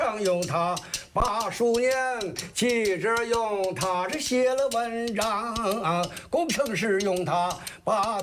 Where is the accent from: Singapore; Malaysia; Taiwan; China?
China; Qiqihar, Heilongjiang; 这么说，我到天津去吧，天津人不知道我是齐齐哈尔人。